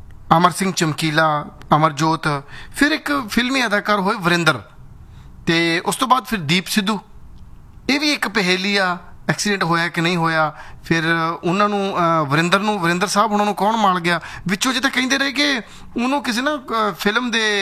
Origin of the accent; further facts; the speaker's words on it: Punjab, India; ਅਸੀਂ ਕਹਿੰਦੇ ਮਾਲਵੇ ਚ ਕਰੁੰਬਲਾ